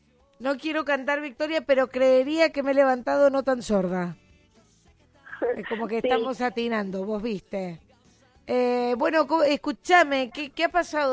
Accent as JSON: {"language": "Spanish", "country": "Argentina", "said": "Creo que como argentinos nos da felicidad su felicidad"}